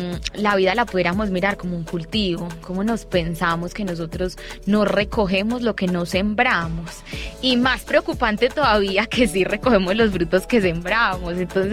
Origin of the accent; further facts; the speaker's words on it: Medellín, Antioquia, Colombia; born there; Yo nací en Belén Rincón y desde hace 6 años soy catequista